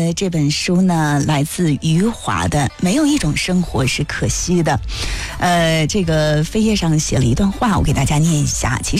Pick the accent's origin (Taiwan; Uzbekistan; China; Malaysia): China; Kashgar, Xinjiang; 这让我想起了我们脚下的这片土地。那么，当然了，我的家乡喀什。